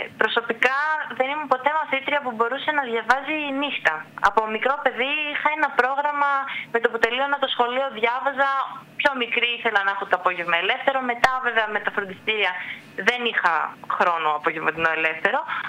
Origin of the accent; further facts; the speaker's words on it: Greece; moved away as an adult; θα ήθελα να προσφέρω στο νησί μου.